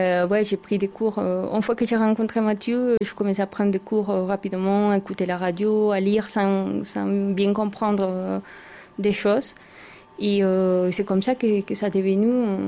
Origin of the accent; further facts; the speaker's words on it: Colombia; now in France; Alors, je suis née en Colombie.